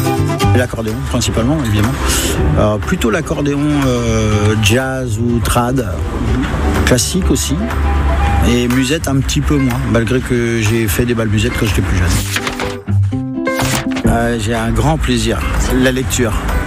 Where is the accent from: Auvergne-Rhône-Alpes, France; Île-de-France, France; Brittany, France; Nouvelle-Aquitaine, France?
Brittany, France; Fougères; de Fougères, enfin de l'Écousse pour être précis, conducteur du petit train.